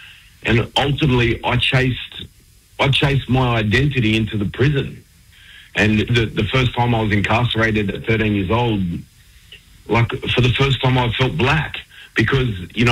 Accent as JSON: {"language": "English", "town": "Sydney", "region": "New South Wales", "country": "Australia", "tie": "born or raised there", "said": "I didn't grow up on country. I wasn't afforded that privilege, and I grew up down in Sydney, but I was, nurtured by, predominantly around Redfern, Waterloo and that area growing up."}